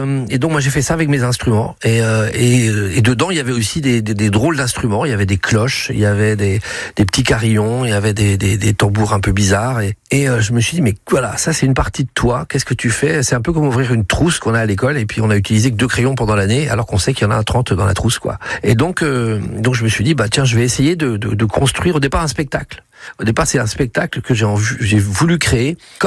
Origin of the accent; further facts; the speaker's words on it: Brittany, France; Je suis né en Bretagne, j'ai vécu en Bretagne